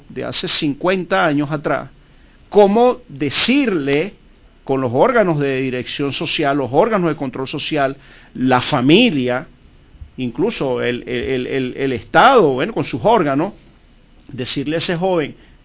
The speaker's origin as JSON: {"language": "Spanish", "town": "Caracas", "region": "Capital District", "country": "Venezuela", "tie": "born or raised there", "said": "Yo me crié en una barriada, en una zona populosa de Caracas. Yo me crié en Casalta 2."}